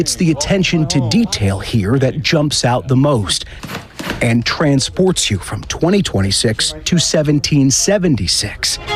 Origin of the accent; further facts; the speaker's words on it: Wethersfield, Connecticut, United States; The answer might be in my hometown, Wethersfield, Connecticut, a community founded in 1634, older than America itself.